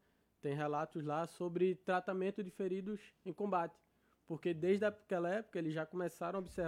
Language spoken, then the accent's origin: Portuguese; Recife, Pernambuco, Brazil; moved away as an adult; Eu sou natural de Recife, Pernambuco.